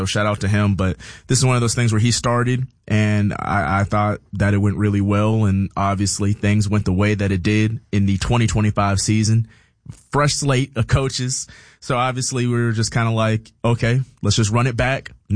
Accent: Alabama, United States; And obviously, I'm from Alabama. Bo Jackson is the greatest athlete from my home state of Alabama.

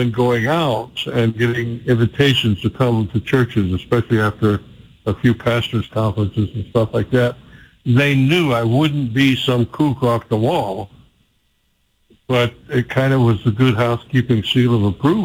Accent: Ohio, United States; moved away as an adult; In fact, I grew up in Northeastern Ohio. My father was a pastor in the Cleveland area.

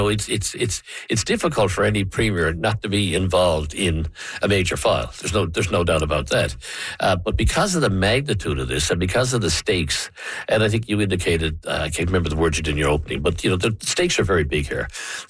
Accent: Newfoundland and Labrador, Canada; this was really important to me as a Newfoundlander and a Labradorian.

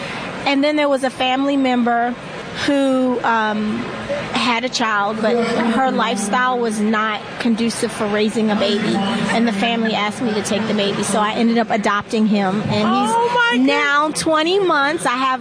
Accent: Baltimore, Maryland, United States; So I come to CBC every year, and I'm from Baltimore.

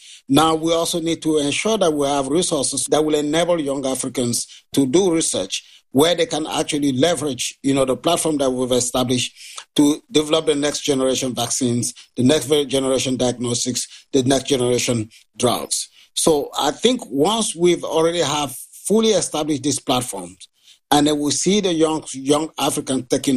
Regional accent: Cameroon; English is a second language; Oh, yeah. I grew up in Cameroon, a very rural place in Cameroon, in a place where there was a lot of malaria as a disease.

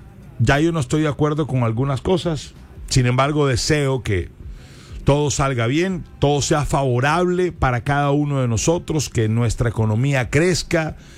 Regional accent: Colombia; a todos como colombianos

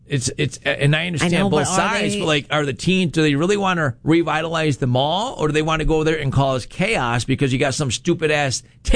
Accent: Rochester, New York, United States; moved away as an adult; now in Syracuse, United States; I grew up in Rochester, and I used to go to the Irondequoit Mall all the time.

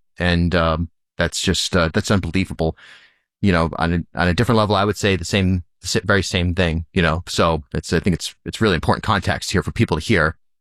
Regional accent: Rhode Island, United States; born there

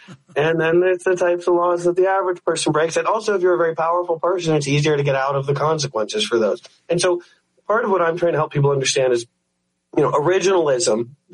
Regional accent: New Jersey, United States; but I'm from New Jersey, so excuse the parlance, you know.

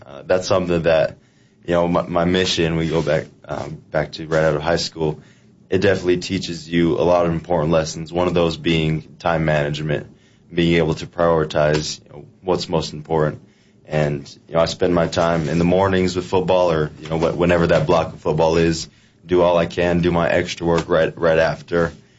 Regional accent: Arizona, United States; go back to, you know, to my hometown, go back, be able to play in Arizona around family and stuff like that.

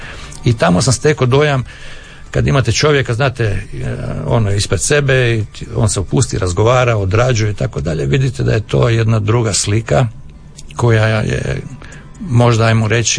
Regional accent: Croatia; Problem je da ja dolazim iz Hrvatske, iz jedne redakcije koja nije baš ono...

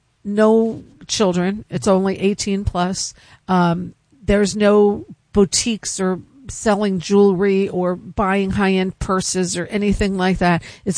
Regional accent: Germany; So I grew up in Germany.

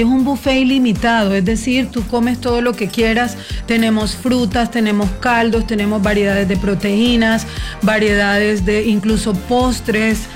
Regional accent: Colombia; es un apellido también de ascendencia árabe, mi abuelo era de Palestina, pero yo soy súper colombiana.

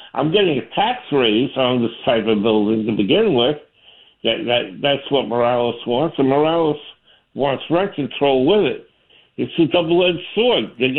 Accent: New York City, New York, United States; now in Providence, United States; I grew up in Brooklyn, but they had rent control. I live in a four flat, okay?

